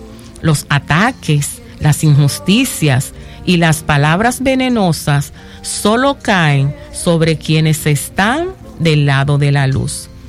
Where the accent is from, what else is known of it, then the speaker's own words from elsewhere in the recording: San Rafael del Yuma, La Altagracia, Dominican Republic; Nos vamos de retiro para mi pueblo natal. Nos vamos para Yuma, la iglesia Lirio de los Valles, allá en San Rafael del Yuma.